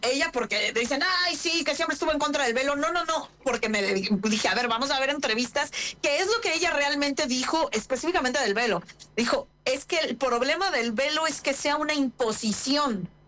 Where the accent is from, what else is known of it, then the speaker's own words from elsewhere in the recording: Mexico City, Mexico; Yo que crecí en Ciudad de México